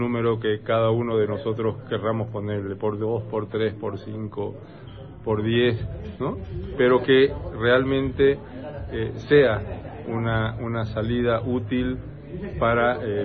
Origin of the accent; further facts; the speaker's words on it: Santa Cruz, Bolivia; nosotros tenemos como bolivianos y como cruceños